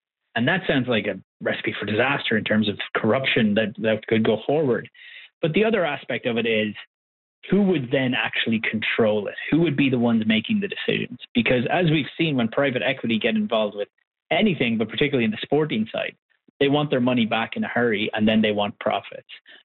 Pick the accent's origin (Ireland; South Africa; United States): Ireland; as an Irishman joining the show